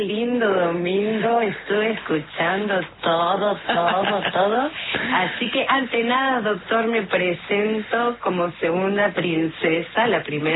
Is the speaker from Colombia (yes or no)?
no; Banfield, Buenos Aires Province, Argentina; now in Canning, Argentina; Yo, zona sur, yo me crié en Banfield.